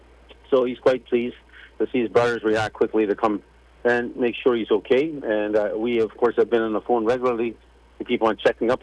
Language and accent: English; Canada; we're part Canadian, so we're part of the country.